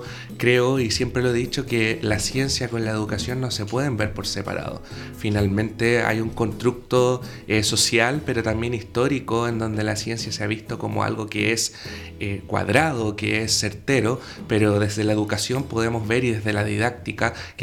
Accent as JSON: {"language": "Spanish", "town": "San Bernardo", "region": "Santiago Metropolitan Region", "country": "Chile", "tie": "born or raised there", "said": "Bueno, soy nacido y criado acá en San Bernardo."}